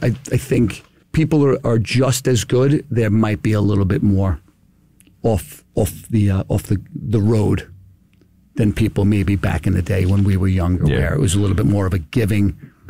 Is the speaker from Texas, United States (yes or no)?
no; Long Beach, California, United States; He went missing in Long Beach, which is my hometown.